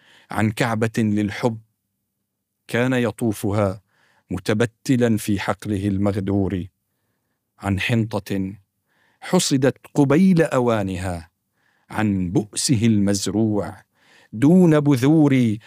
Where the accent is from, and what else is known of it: Syria